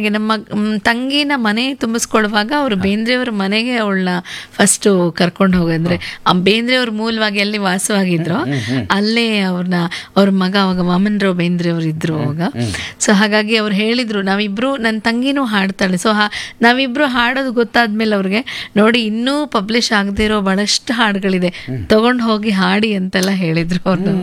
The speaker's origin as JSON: {"language": "Kannada", "town": "Hubli", "region": "Karnataka", "country": "India", "tie": "born or raised there", "said": "ನಾವು ಹುಬ್ಳಿ, ನಮ್ಮ ಮೂಲತಃ ಹುಬ್ಳಿ ಅವಳು ನಾನು, ಹಾಗೆ ಪಕ್ಕದ ಊರೇ ಧಾರವಾಡ."}